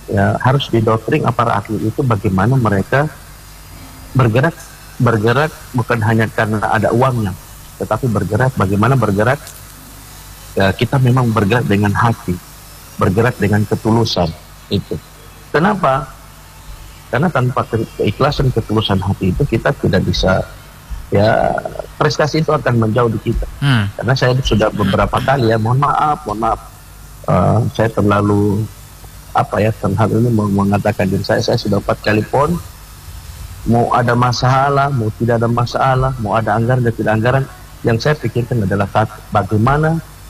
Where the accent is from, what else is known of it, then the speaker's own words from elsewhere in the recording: Gorontalo, Indonesia; saya sampaikan, saya orang Gorontalo.